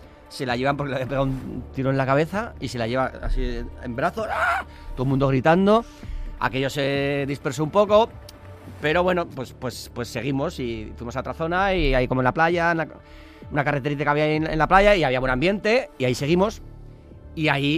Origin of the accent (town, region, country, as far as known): San Sebastián, Basque Country, Spain